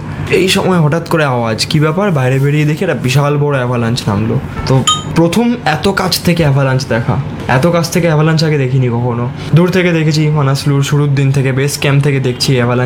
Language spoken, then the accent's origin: Bangla; India; আমি যেমন প্রথম ভারতীয় যে এলব্রুস উত্তর দিক থেকে ক্লাইম্ব করে আবার উত্তর দিক থেকে ডিসেন্ড ব্যাক করেছিলাম, এটা আমি ফার্স্ট ইন্ডিয়ান।